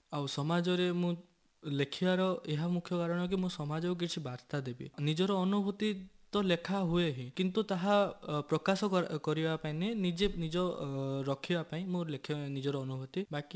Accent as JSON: {"language": "Odia", "region": "Odisha", "country": "India", "said": "ଆମେ ଓଡ଼ିଆ କହିବା ମାଧ୍ୟମରେ ସେ ମଧ୍ୟରେ ଆମେ ଲାଜ କରୁଛୁ ଦୁନିଆ ସାମ୍ନାରେ।"}